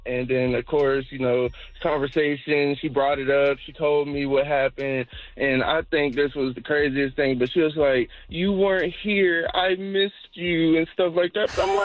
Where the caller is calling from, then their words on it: Marietta, United States; I'm calling from Marietta.